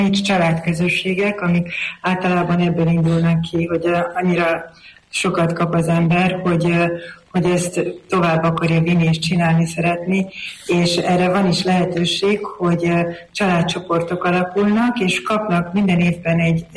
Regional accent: Nagykovácsi, Pest, Hungary; Hát Nagykovácsiból jövünk, most lesz a 30 éves házasság évfordulónk.

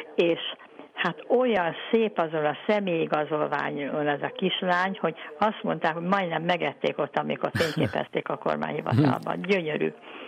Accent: Budapest, Hungary; Kalotaszeg utcában laktam, elég szép nevű utca, Budán

